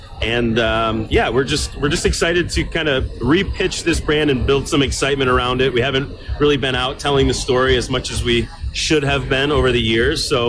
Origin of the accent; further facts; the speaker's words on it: Ann Arbor, Michigan, United States; now in northern Michigan, United States; We grew up in the Ann Arbor area, found ourselves in the wine industry in northern Michigan